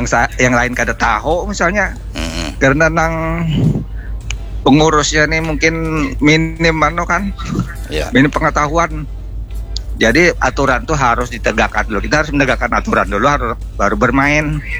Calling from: South Kalimantan, Indonesia; warga kita juga, warga Kalsel.

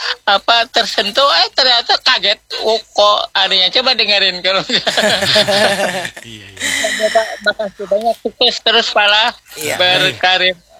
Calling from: Banjar, South Kalimantan, Indonesia

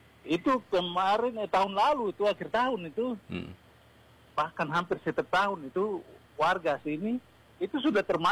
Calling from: Indonesia; saya warga Senoba itu

